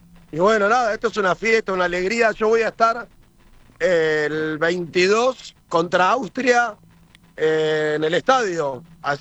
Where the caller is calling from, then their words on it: Uruguay; Yo vivo en Uruguay, país que amo.